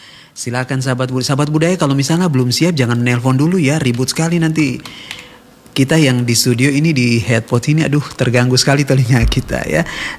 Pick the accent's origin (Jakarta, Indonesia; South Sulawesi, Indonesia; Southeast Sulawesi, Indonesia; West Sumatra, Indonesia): South Sulawesi, Indonesia; Makassar; kita Makassar juga, di daerah di Makassar ini mendung, ini mendung.